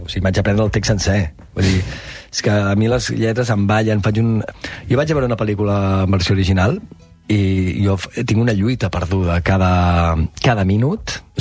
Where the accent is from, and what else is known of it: Verges, Catalonia, Spain; born or raised there